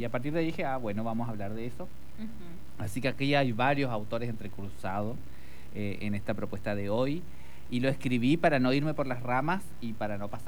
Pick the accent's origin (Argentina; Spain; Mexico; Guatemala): Argentina; siendo también argentinos